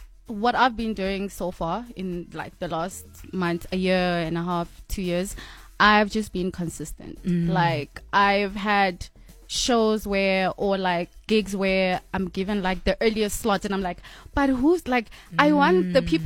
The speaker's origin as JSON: {"language": "English", "town": "Polokwane", "region": "Limpopo", "country": "South Africa", "said": "I'm from Polokwane."}